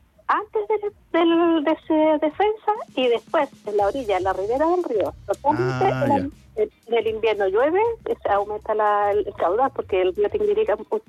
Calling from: O'Higgins, Chile; yo vivo cerca del río Tinguiririca.

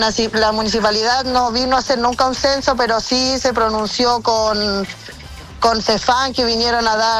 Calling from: Chile; Como chilena que soy y vivo acá.

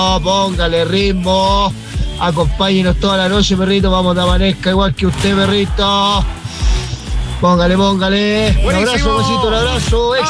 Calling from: Concepción, Biobío, Chile; de Uber por acá. Ubereando en el Gran Concepción

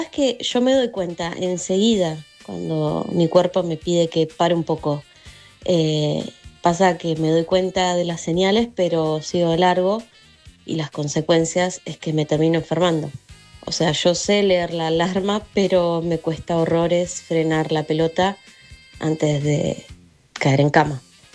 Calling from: Munro, Buenos Aires Province, Argentina

